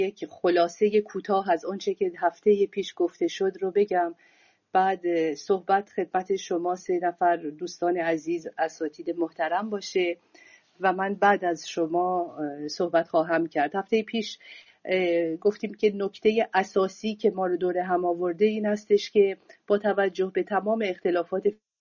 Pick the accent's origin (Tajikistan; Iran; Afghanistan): Iran; moved away as an adult; now in France; من وقتی از ایران آمدم و به فرانسه